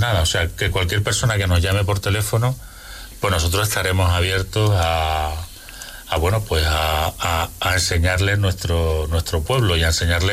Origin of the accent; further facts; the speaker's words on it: Aldeire, Andalusia, Spain; como vivimos en nuestro pueblo, aunque estoy viviendo a caballo entre Granada y Aldeire